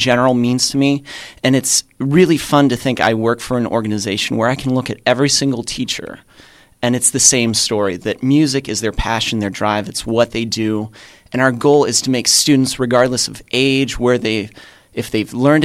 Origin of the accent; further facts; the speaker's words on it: Pittsburgh, Pennsylvania, United States; So I am a musician from Pittsburgh.